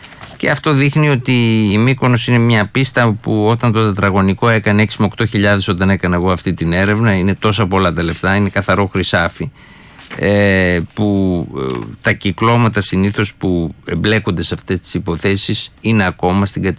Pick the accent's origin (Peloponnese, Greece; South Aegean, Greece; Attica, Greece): South Aegean, Greece; Paros; Ναι, η Πάρος είναι η ιδιαίτερη μου πατρίδα, ναι, όπως ξέρεις. Εκεί, ναι, έκανε ένα δικαστήριο στο χωριό μου